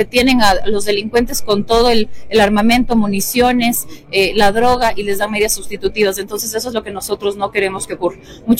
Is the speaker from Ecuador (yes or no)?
yes; Ecuador; lo que se está planteando en el proyecto de ley es que como ecuatorianos nosotros necesitamos que los jueces motiven de mejor manera